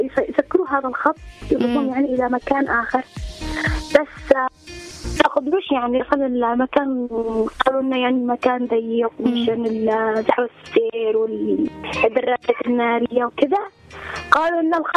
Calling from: Abyan, Yemen

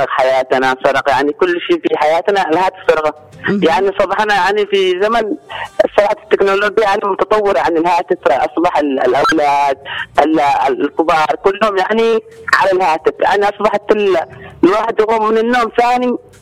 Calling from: Abyan, Yemen

